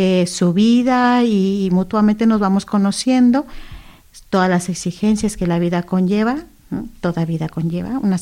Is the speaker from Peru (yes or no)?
no; Mexico; now in Gran Canaria, Spain; Estuve en México destinada también, en mi tierra.